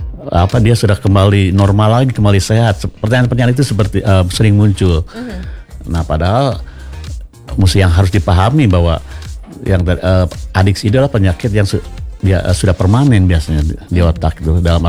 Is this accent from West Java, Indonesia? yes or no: yes; Bandung, West Java, Indonesia; now in Bali, Indonesia; Saya sebelumnya aslinya dari Bandung, tapi sudah jatuh cinta sama Bali dan sudah lama juga tinggal di Bali.